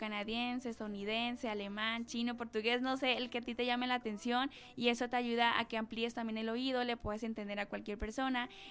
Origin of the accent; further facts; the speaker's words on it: Mexico; Por dejar todo al último, como buenos mexicanos.